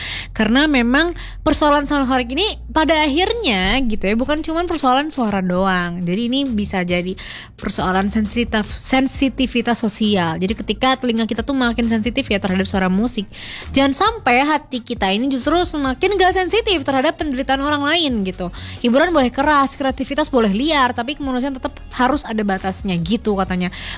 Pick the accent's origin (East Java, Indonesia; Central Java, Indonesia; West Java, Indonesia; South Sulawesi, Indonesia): West Java, Indonesia; Bandung; kita sebagai orang Bandung